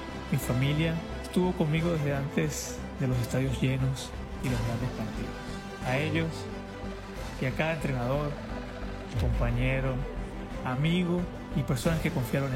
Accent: Venezuela; desde distintos lugares, sobre todo desde Venezuela. Nunca me tomé la ligera el privilegio de representar de donde vengo.

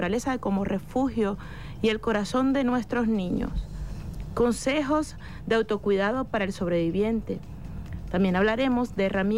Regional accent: Venezuela; ¿Qué tan malo soy como venezolano para que nos pase esto o nos acontezca esto?

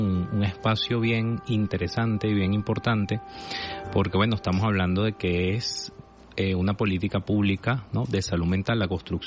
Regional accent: Venezuela; No solo te respondo además como joven venezolano.

